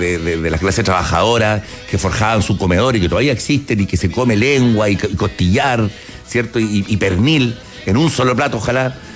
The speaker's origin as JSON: {"language": "Spanish", "country": "Chile", "said": "Somos el país chileno. Somos los chilenos que comemos más pan, 90 kilos por persona"}